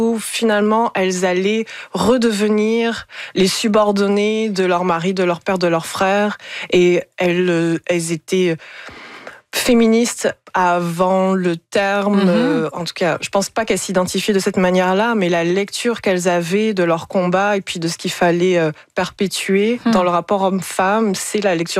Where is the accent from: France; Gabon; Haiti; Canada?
Gabon; moi, j'ai grandi au Gabon.